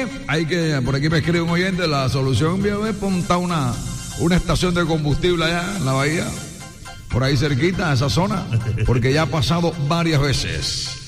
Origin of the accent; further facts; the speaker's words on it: Cartagena, Bolívar, Colombia; los cartageneros